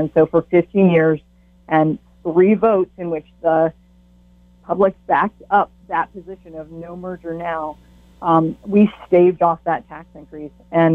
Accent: Essex, Vermont, United States; my hometown of Essex

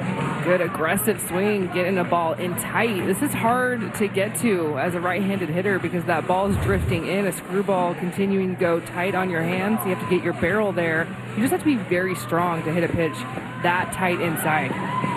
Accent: Tucson, Arizona, United States; Yeah, I'm from Tucson. Grew up on Mexican food.

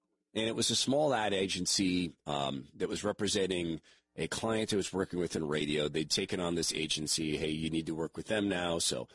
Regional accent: Spokane, Washington, United States; And I'm amazed at San Francisco and the wealth and the difference to where I grew up in Spokane, Washington.

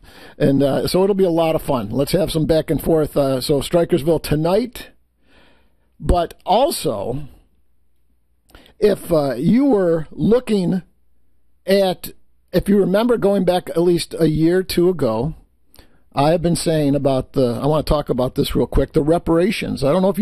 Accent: United States; I love this country. I love being an American. I love the time that I grew up.

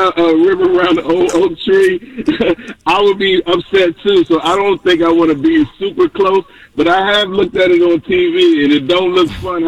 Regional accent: Washington, District of Columbia, United States; moved away as an adult; also born or lived in Georgia; I'm from Washington, D.C., man. Originally, I'm from Washington, D.C., and I went to school in Georgia at Savannah State University

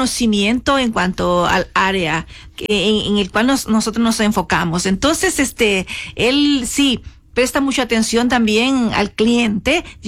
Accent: San Miguel, El Salvador; moved away as an adult; Yo soy de San Miguel, El Salvador.

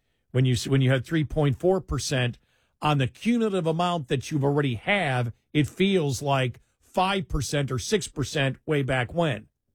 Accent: Buffalo, New York, United States; When you live there, and I grew up in Buffalo, it's a border town.

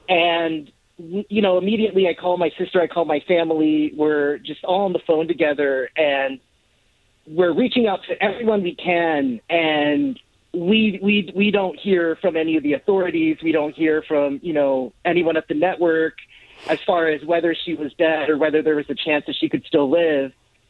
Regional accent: Tustin, California, United States; You know, we grew up in Orange County and Tustin, and growing up, instead of watching cartoons, my sister and I would watch the news

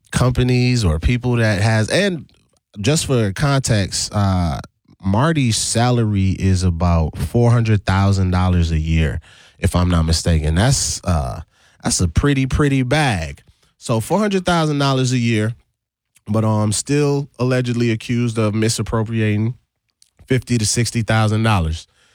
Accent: U.S. Virgin Islands; now in United States; I know I don't take it for granted being born and raised in the Virgin Islands and moving to Wisconsin weather.

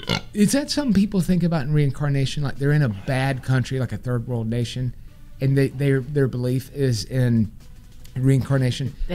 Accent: United States; born there; lucky to have been born here

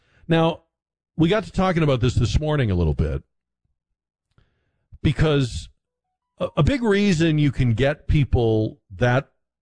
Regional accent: New England, United States; I grew up in New England, as you may know, and spent some time in Maine

